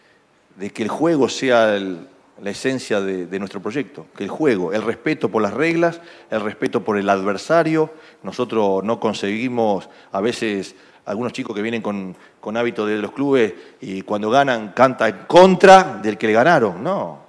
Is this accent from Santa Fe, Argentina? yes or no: yes; Rosario, Santa Fe, Argentina; yo soy de Rosario, no puedo concebir que Rosario, una ciudad tan futbolera como Rosario